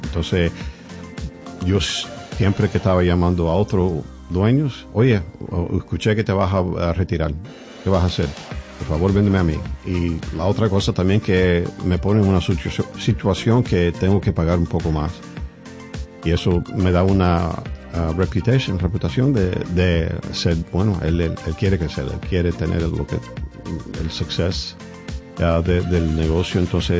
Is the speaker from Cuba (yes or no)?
yes; Cuba; now in United States; Yo creo que yo soy el único cubano.